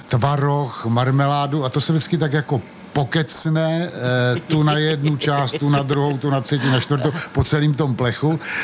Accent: Moravia, Czechia; tak my jsme vlastně rodem z Moravy, takže ty povidla tam k tomu patřej.

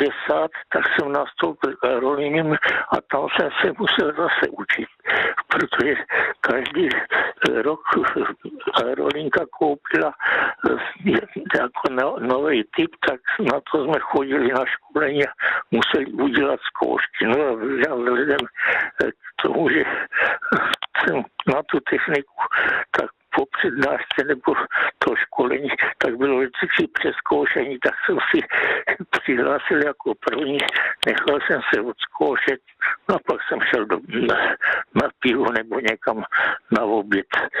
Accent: Ostrava, Moravian-Silesian Region, Czechia; born there; já od mládí jsem byl jako v Ostravě

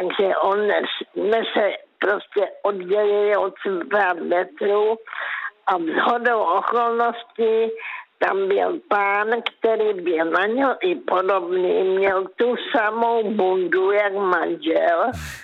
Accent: Karolinka, Zlín Region, Czechia

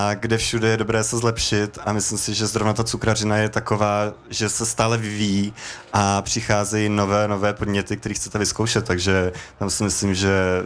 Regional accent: Tábor, South Bohemian Region, Czechia; evidentně někde kolem Tábora se to rozmohlo, protože já pocházím od Tábora, takže tam je Vrtíšku hodně

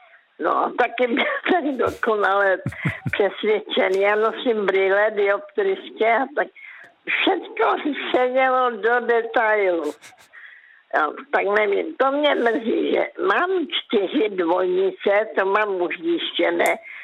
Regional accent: Karolinka, Zlín Region, Czechia; já pocházím z Karolinky

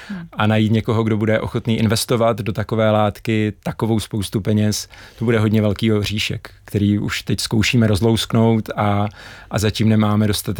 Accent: Uherské Hradiště, Zlín Region, Czechia; now in Plasy, Czechia; A Uherské Hradiště, to je moje rodné město.

